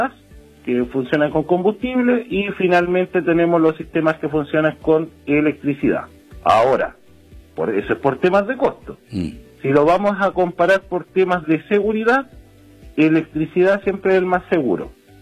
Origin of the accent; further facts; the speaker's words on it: Chile; Nosotros, como buenos chilenos, me sumo